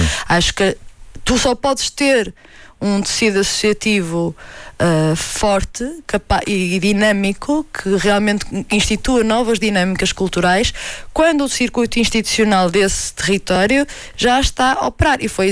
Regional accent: Lousada, Norte, Portugal; na minha terra natal, em Lousada

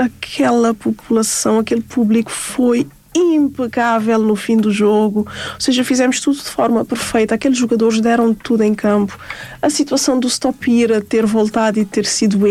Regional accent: Cape Verde; now in Portugal; não me identificam como cabo-verdiana, como a mulher preta que eu sou. E quando eu falei com eles em crioulo

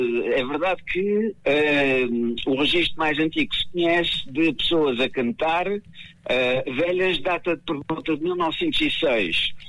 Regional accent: Faial Island, Azores, Portugal; eu sou natural da Ilha do Faial.

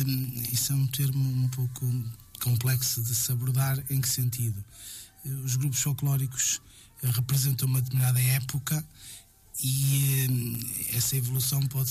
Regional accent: Lousada, Porto, Portugal; moved away as an adult; now in Sousela, Portugal; comecei no grupo folclórico das … em Romariz, em Medo, a terra onde eu nasci, com o meu pai.

